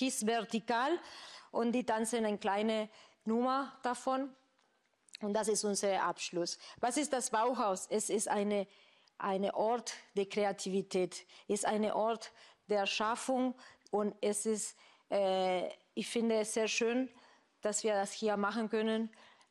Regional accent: Argentina; German is a second language; Weil auch für die, die nicht wissen, ich komme aus Argentinien. Und in Argentinien, Tango ist unsere Nationaltanz.

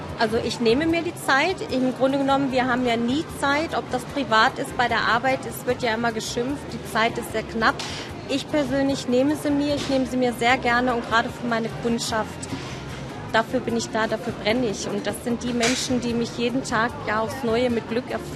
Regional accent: Augsburg, Bavaria, Germany; born there; Wie gesagt, bin gebürtige Augsburgerin, also ein bayerisches Mahnl aus der Puppenkiste entstanden.

